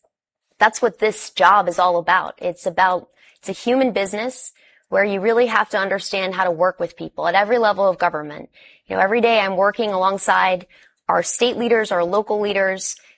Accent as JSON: {"language": "English", "town": "Nashua", "region": "New Hampshire", "country": "United States", "tie": "born or raised there", "said": "I grew up playing sports in Nashua, and team sports really shaped who I am as a person."}